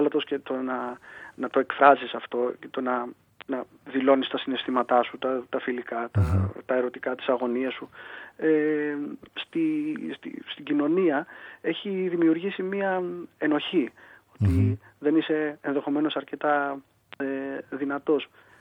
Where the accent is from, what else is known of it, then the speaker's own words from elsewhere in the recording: Volos, Thessaly, Greece; στα μέρη μου, ξεκινώντας από το Βόλο δηλαδή.